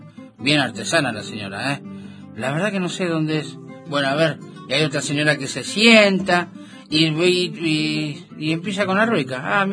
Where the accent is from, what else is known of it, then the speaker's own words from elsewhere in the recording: Lago Rosario, Chubut, Argentina; soy de Lago Rosario. Mirá, el Lago Rosario, ¿eh?